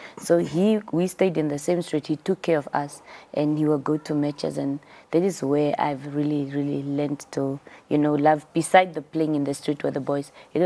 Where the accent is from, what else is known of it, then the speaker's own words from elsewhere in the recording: Windhoek, Khomas, Namibia; also born or lived in Walvis Bay; I'm from Windhoek.